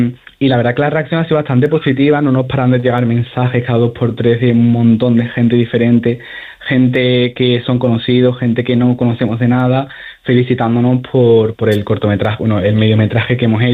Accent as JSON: {"language": "Spanish", "region": "Ceuta", "country": "Spain", "said": "nos ha miedo poner que somos de Ceuta, porque Ceuta es una ciudad que está tan, tan aislada de la península que tenemos claro que no nos cogerían por el hecho de ser de Ceuta"}